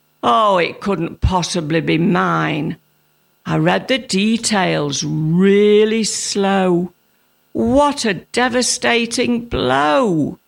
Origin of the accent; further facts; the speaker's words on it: Manchester, North West England, United Kingdom; born there; I was born in Manchester, famous for the football team Manchester United.